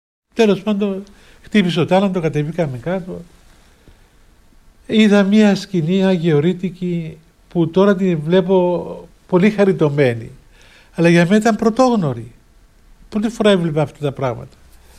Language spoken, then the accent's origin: Greek; Limassol, Limassol District, Cyprus; Λέει εσύ ποιος είσαι, λέω … Είμαι από τη Λεμεσό, είμαι διάκονος.